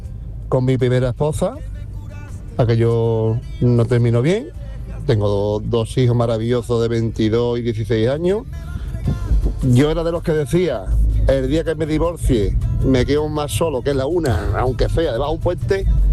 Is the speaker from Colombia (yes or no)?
no; Jerez, Andalusia, Spain; now in Seville, Spain; Hola, buenas tardes. … de Jerez, pero viviendo en Triana.